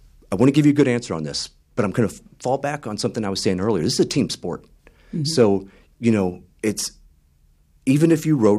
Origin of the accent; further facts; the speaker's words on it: San Diego, California, United States; also born or lived in Los Angeles; now in Humboldt Bay, United States; I'm from San Diego, worked around L.A.